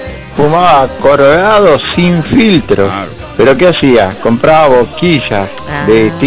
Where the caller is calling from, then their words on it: General Rodríguez, Buenos Aires Province, Argentina; de General Rodríguez.